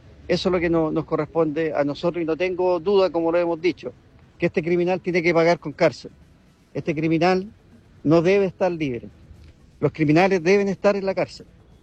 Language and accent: Spanish; Chile; Aquí la sociedad, esta bonita sociedad que somos todos los chilenos, no merecemos esto.